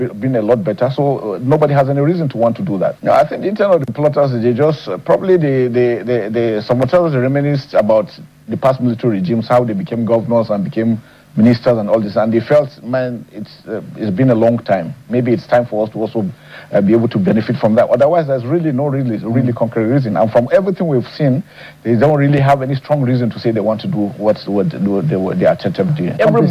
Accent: Nigeria; No, I'm saying it because I'm a Nigerian.

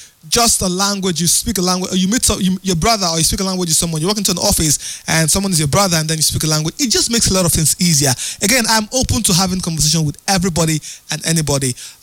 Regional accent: Rivers, Nigeria; English is a second language; I'm from Ikwerre actually

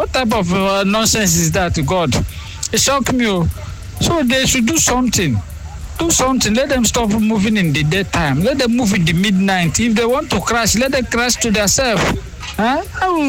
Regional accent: Nigeria; being a Nigerian

